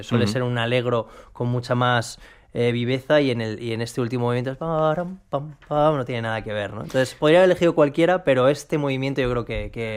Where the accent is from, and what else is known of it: Spain